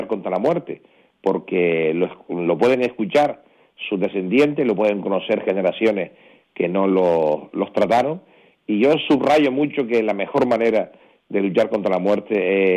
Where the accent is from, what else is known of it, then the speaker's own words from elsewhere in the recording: Canary Islands, Spain; soy de Canarias en el Ayuntamiento de Gran Canaria o soy senador por Gran Canaria, yo no abdico de que mi pasión sigue siendo el archipiélago, ¿no?